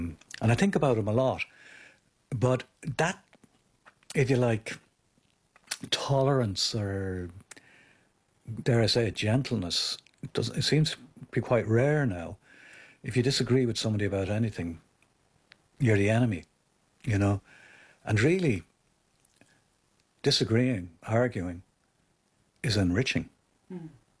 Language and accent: English; Ireland; We were both in a little way outsiders, being Irish at that time.